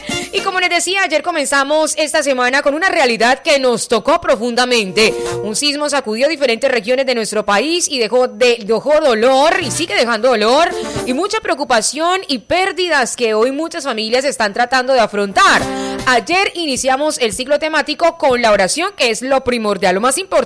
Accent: Colombia; nuestra identidad como colombianos.

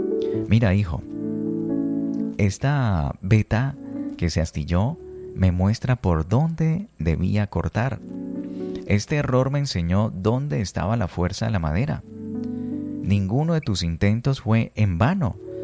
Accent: Colombia; Tenemos una gran riqueza cultural en nuestra Colombia por conocer, por descubrir, siendo nosotros colombianos.

